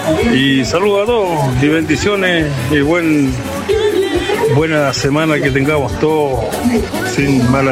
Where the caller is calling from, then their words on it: Chile; Ya que somos chilenos, hay que ponerle cueca.